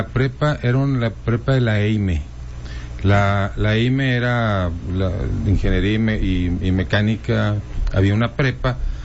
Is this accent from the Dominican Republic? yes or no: no; Monclova, Coahuila, Mexico; born there; now in Saltillo, Mexico; mi mamá de Linares, y pues bueno, allá nacimos y pues parte de mi infancia y estudios y todo ahí en Monclova